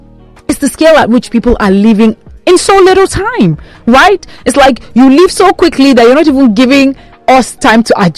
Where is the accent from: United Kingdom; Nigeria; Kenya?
Nigeria